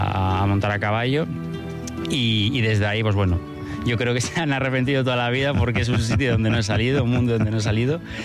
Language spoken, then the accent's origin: Spanish; Bilbao, Basque Country, Spain; Soy de Bilbao, sí. Pero bueno, toda mi familia es de Cantabria, es de Potes.